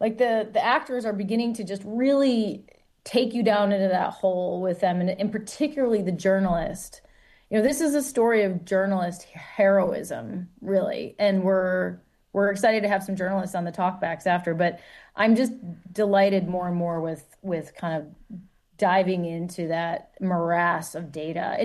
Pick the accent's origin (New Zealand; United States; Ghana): United States; Michigan; growing up in Michigan, I was born in 1979, grew up in the 80s. It was a union place.